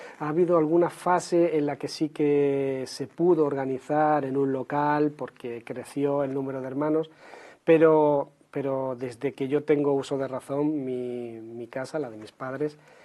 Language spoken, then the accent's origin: Spanish; Cabra, Andalusia, Spain; born there; Nací en un pueblo, ciudad del sur de la provincia de Córdoba, llamado Cabra. Ajá. Cabra de Córdoba. Digo que es ciudad porque realmente tiene estatus de ciudad. Más de 20.000 habitantes, no es un pueblito de 500